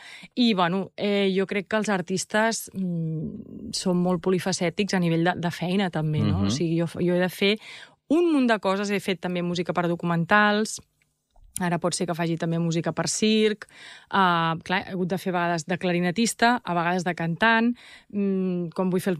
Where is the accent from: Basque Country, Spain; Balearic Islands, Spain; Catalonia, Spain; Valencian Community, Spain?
Catalonia, Spain; Barcelona; also born or lived in New York; quan vaig viure a Nova York, que tothom em preguntava, no, d'on ets? Oh, from Barcelona!